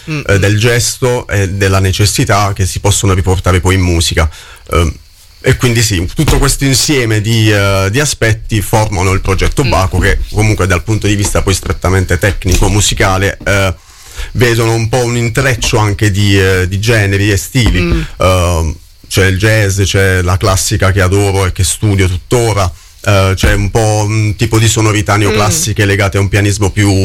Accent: Mola di Bari, Apulia, Italy; originario della Puglia, quindi Puglia, Mola di Bari per l'esattezza.

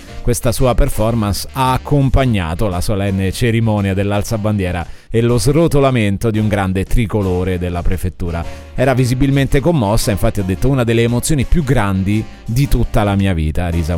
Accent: Trentino-Alto Adige, Italy; come si dice dalle mie parti, verso Bolzano

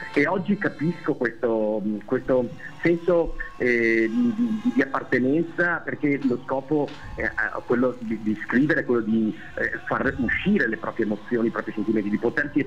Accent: Vicenza, Veneto, Italy; io sono nato a Vicenza, ho frequentato le scuole del Vicentino

